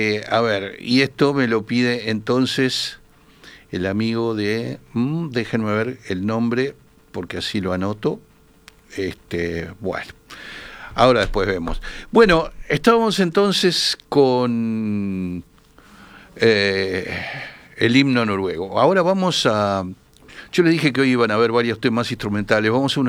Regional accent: Uruguay; now in United States; Como uruguayo emigrado, escuchar el himno de Uruguay es muy emocionante. También lo es escuchar el de mi país adoptivo

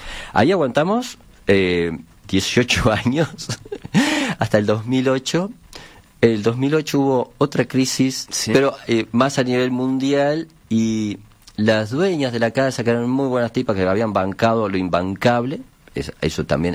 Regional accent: Villa Biarritz, Montevideo, Uruguay; born there; porque aparte yo nací en Villa Biarritz de alguna forma y ahí funcionaba

